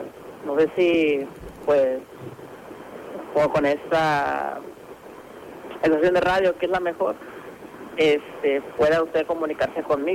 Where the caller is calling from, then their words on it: Acapulco, Guerrero, Mexico; Yo estoy llamando de Acapulco de Juárez.